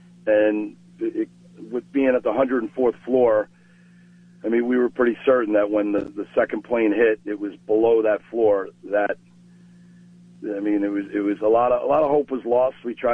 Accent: New York, United States; now in Chicago, United States; I mean, I kind of broke my mom's heart when I moved away from New York.

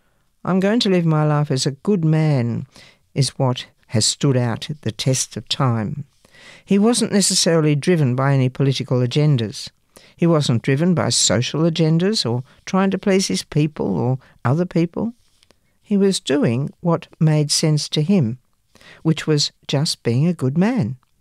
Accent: Zambia; For me, growing up in Zambia as a Rwandan, racism was a big part of it because I was an immigrant.

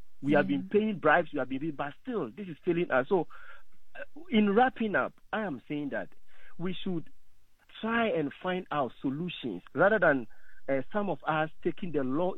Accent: South Africa; South Africa, we are not xenophobic, because South Africans are not xenophobic

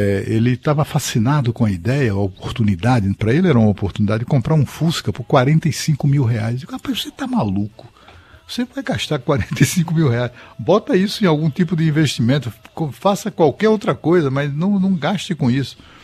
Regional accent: Maceió, Alagoas, Brazil; moved away; lá na minha cidade e tal, lá em Maceió.

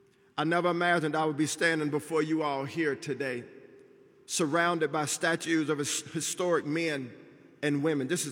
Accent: Texas, United States; I'm from Texas, it would have been an easy deal.

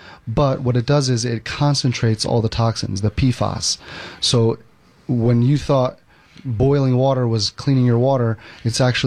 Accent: New York City, New York, United States; It was like a culture shock. I literally didn't know what the term meant as a New Yorker.

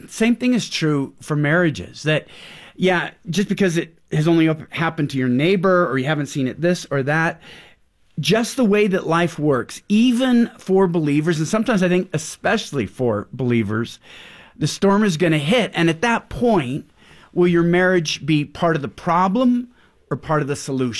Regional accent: Pacific Northwest, United States

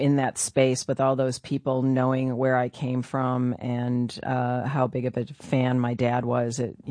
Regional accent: St. Francis, Wisconsin, United States; So I grew up in St. Francis on the shores of Lake Michigan, just south of downtown Milwaukee.

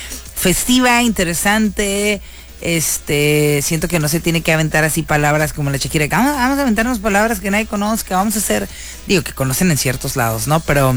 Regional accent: Mexico; siendo nosotros mexicanos, ¿no?

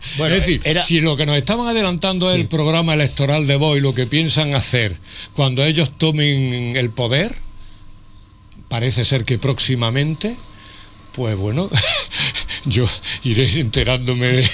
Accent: Spain; Soy español y no me molesta en absoluto que me tapen con esa bandera.

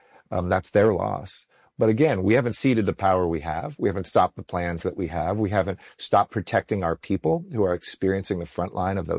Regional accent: Los Angeles, California, United States; now in New Delhi, India; I mean, growing up in Los Angeles in the 70s, 80s, I thought was bad.

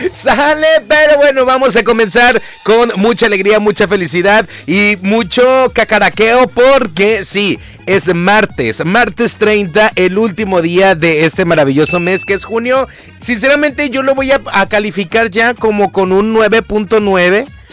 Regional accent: Mexico

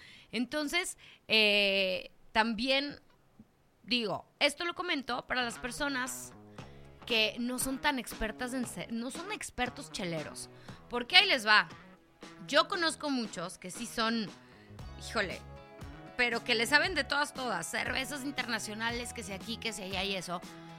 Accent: Mexico

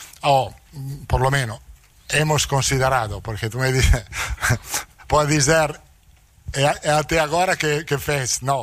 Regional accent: Italy; Portuguese is a second language; now in Brazil

